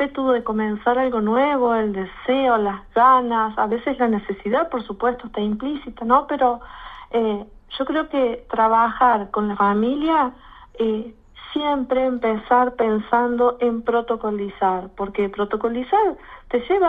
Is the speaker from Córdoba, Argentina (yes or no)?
yes; Río Tercero, Córdoba, Argentina; also born or lived in Villa Carlos Paz; soy oriunda de Río Tercero, entonces tengo toda la familia acá